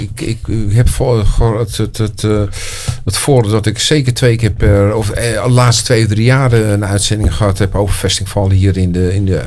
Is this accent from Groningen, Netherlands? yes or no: no; Haarlem, North Holland, Netherlands; now in Elburg, Netherlands; Dus ik kom ook uit Haarlem vandaan.